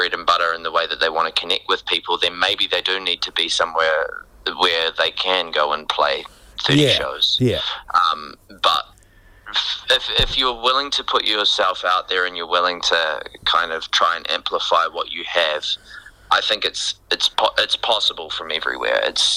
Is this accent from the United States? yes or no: no; New Plymouth, Taranaki, New Zealand; I'm from Taranaki. I grew up in New Plymouth